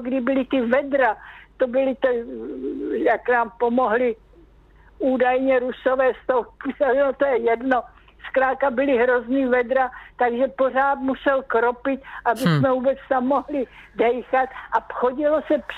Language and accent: Czech; Přelouč, Pardubice Region, Czechia; Já jsem byla z Přelouče, nikdy jsme žádný prázdniny, to byla válka